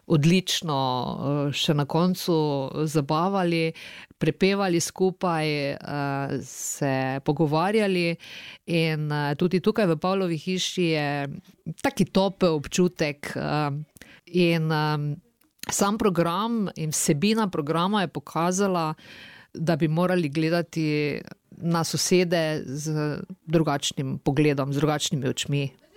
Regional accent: Šentilj, Drava, Slovenia; ker od tam, odkudre prihajam iz Šentilja, nekako nimamo teh niti dvojezičnih kakšnih sodelovanj, niti se v osnovni šoli naša generacija ni učila nemško.

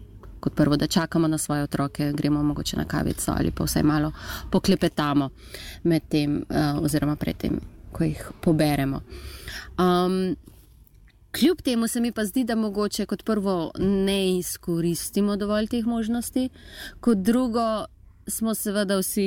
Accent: Ljubljana, Central Slovenia, Slovenia; moved away as an adult; now in Graz, Austria; in prihajam iz Ljubljane. V Grad sem prvič prišla na Erasmus študij, prevajalstvo.

